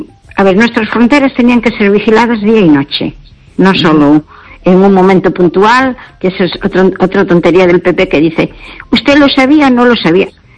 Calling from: Pontevedra, Galicia, Spain; de Pontevedra.

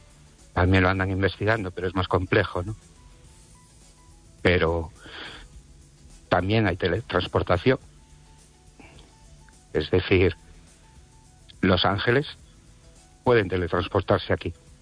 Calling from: Brens, Galicia, Spain; Buenas noches, Estéreo Oyente … de Brens.

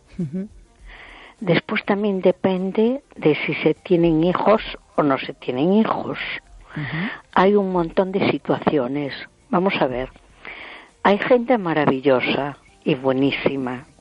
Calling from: A Coruña, Galicia, Spain; de Coruña.

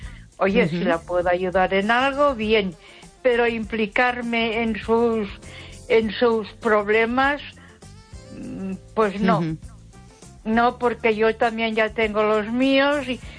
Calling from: Ponferrada, Castile and León, Spain; de Ponferrada.

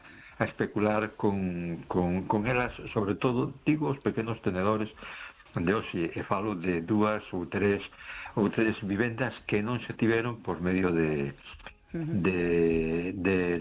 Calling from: A Coruña, Galicia, Spain; de Coruña.

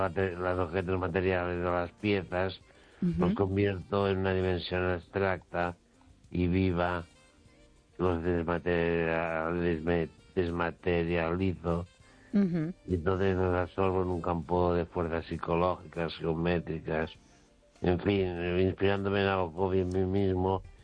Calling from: Ourense, Galicia, Spain; de Orense.

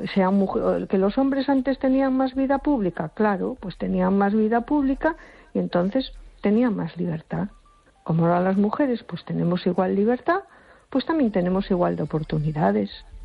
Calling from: A Coruña, Galicia, Spain; Hola, buenas noches. … de Coruña.

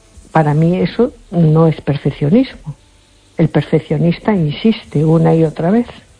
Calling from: A Coruña, Galicia, Spain; Hola, buenas noches. … de Coruña.

